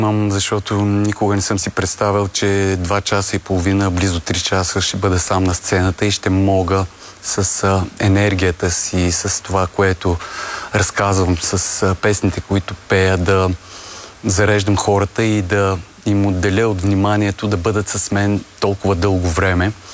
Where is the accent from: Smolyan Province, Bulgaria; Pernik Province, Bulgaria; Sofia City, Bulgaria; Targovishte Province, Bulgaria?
Smolyan Province, Bulgaria; Zlatograd; accent: Rhodope dialect; moved away; ние имаме много различен, много цветен, много хубав диалект, родопския диалект, особено Златоград, той е малко по-различен от дори на 9 км от Златоград, от селцата и грачетата, които са наблизо.